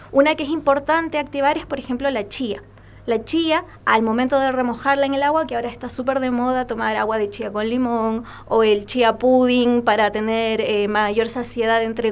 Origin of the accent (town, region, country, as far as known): Chile